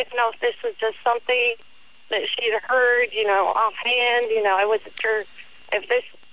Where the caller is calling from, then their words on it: Anchorage, Alaska, United States; I'm calling from Anchorage.